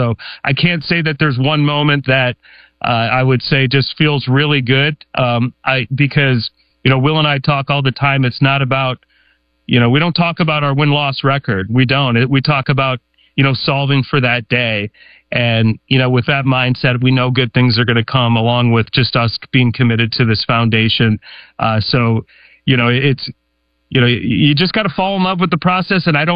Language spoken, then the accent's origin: English; Detroit, Michigan, United States; I grew up in Detroit, I'm a Lions fan.